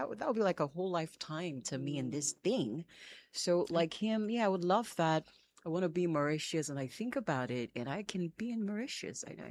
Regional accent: Dansoman, Greater Accra, Ghana; So I grew up in Dansoman.

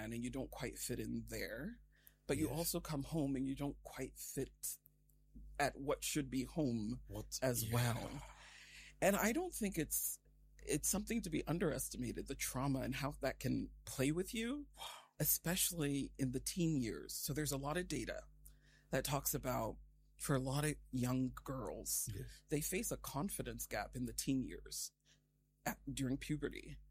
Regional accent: Volta, Ghana; first language Ewe; English is a second language; So my family is from the Volta region of Ghana.

